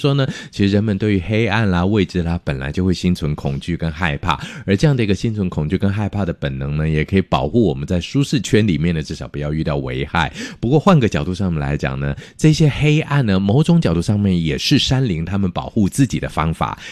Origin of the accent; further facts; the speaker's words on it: Chiayi, Taiwan; 在我们嘉义那边